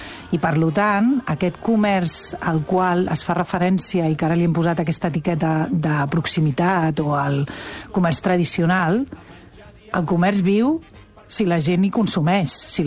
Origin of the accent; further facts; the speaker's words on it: Barcelona, Catalonia, Spain; Sí, nosaltres som de Barcelona ciutat.